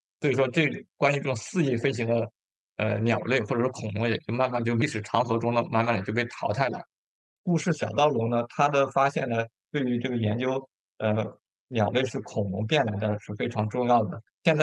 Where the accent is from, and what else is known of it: China